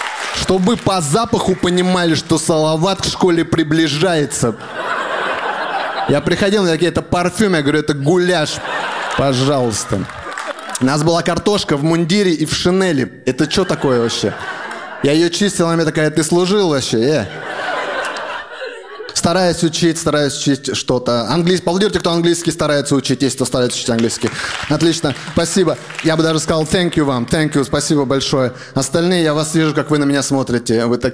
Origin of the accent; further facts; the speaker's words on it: Astrakhan, Astrakhan Oblast, Russia; now in Moscow, Russia; я из Астрахани